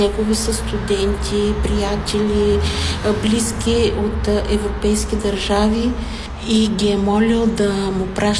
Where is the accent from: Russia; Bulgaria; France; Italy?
Bulgaria; Varna, Varna Province; Аз съм от Аспарухово